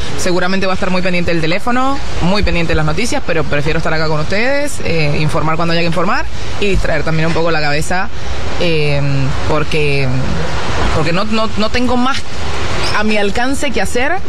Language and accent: Spanish; Venezuela; moved away